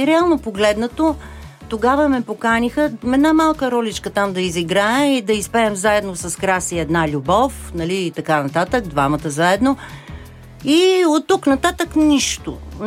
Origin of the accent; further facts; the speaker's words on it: Montana, Montana Province, Bulgaria; аз съм от Монтана, от Северозапада.